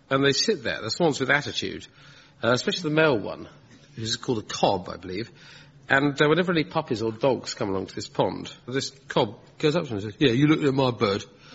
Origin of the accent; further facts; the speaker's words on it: Malaysia; moved away; I grew up in Malaya, which is next door to Singapore.